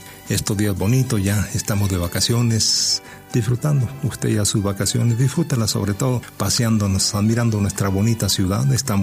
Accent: Durango, Mexico; así como somos los duranguenses

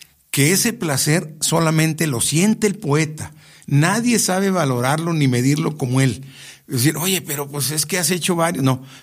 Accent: San Juan del Río, Querétaro, Mexico; moved away; abonar en algo a mis orígenes en San Juan del Río.

